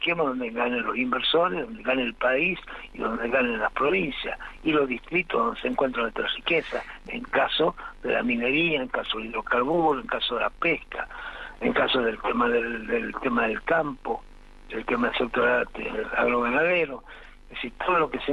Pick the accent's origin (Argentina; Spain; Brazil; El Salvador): Argentina; La Rioja; mi pueblo durante mucho tiempo, como representante del Congreso de la Nación, del pueblo riojano